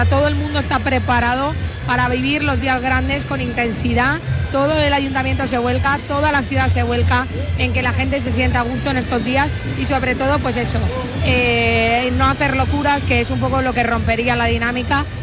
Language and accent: Spanish; Alicante, Valencian Community, Spain; Así somos los alicantinos, nos gusta vivirlo todo a lo grande, ya lo sabéis.